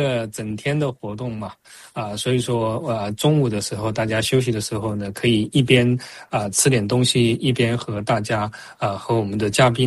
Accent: China; 我们中国人

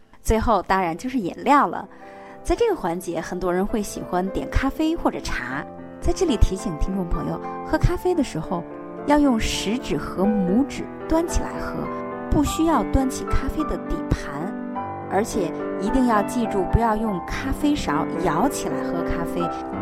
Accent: China; 我们中国人

